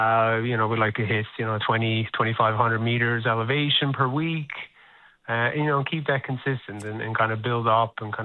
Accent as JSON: {"language": "English", "town": "Trepassey", "region": "Newfoundland and Labrador", "country": "Canada", "tie": "born or raised there", "said": "And we're going to go run to Trepassey. So it's my hometown."}